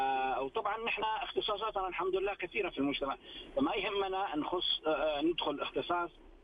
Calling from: Jeddah, Makkah Province, Saudi Arabia

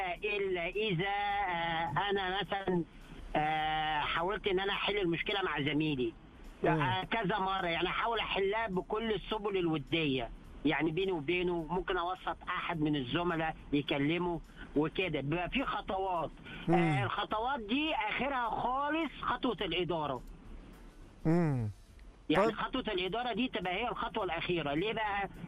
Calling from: Jeddah, Makkah Province, Saudi Arabia

